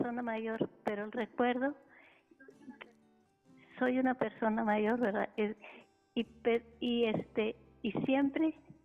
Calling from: Tamaulipas, Mexico; Tamaulipas.

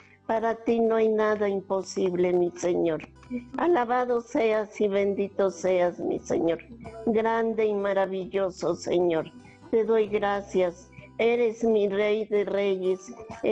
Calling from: Puebla, Mexico; de Puebla.

